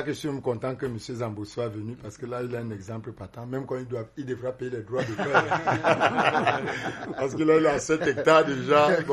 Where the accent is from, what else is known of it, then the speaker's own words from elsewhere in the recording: Cameroon; Je suis natif d'à côté de Nyanon. Moi, je suis de l'arrondissement d'Endo. Donc, à quelques pas de Nyanon